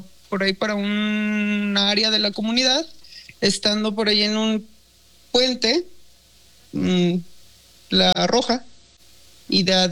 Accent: Tabasco, Mexico; como es muy común en las regiones de acá o en la zona de donde somos, de Tabasco

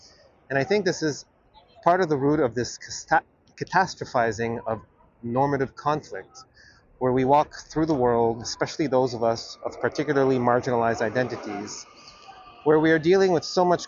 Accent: Canada; I'm Canadian.

